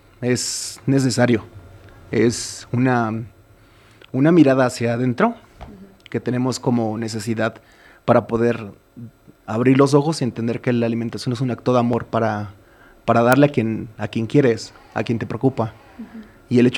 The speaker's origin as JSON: {"language": "Spanish", "region": "Guerrero", "country": "Mexico", "tie": "born or raised there", "also_born_or_lived": "Mexico City", "said": "Crecí en la costa y también crecí algunos momentos en la Ciudad de México."}